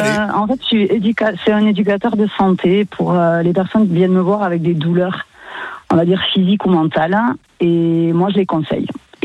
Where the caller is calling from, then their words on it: Tarbes, Occitanie, France